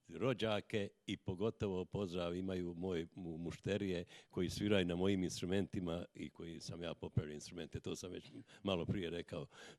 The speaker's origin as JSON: {"language": "Bosnian", "country": "Bosnia & Herzegovina", "said": "Ja sam jedini Bosanac koji imam brata Slovenca."}